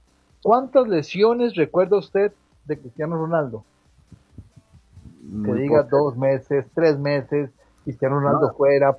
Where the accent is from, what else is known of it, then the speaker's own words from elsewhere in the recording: Costa Rica; moved away as an adult; habíamos como 5 ticos